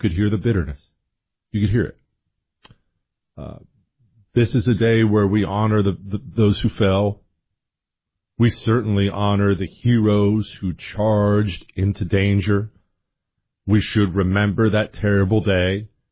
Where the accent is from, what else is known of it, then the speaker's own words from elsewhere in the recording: Bozeman, Montana, United States; Today, because Bozeman has changed, that doesn't change the fact that when I was there, it was a wonderful place to grow up, to be raised, hunting, fishing, being an idiot out there